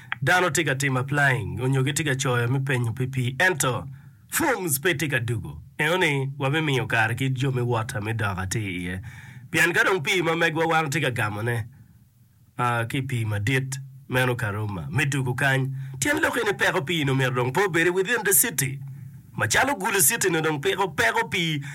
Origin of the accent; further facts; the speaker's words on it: Laibi, Northern Region, Uganda; from Laibi.